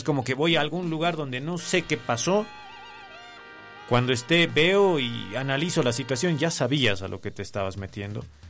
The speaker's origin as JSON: {"language": "Spanish", "country": "Bolivia", "said": "como bolivianos, como pueblo boliviano"}